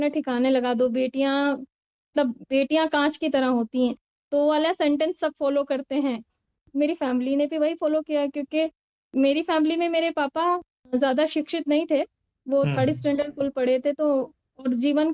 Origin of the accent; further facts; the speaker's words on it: Rajasthan, India; राजस्थान से हूँ और मैं जिस समाज की महिला हूँ, पहले तो मैं अपने बारे में बताऊँगी कि जिस समाज से आती हूँ, मैं मुस्लिम तबके से आती हूँ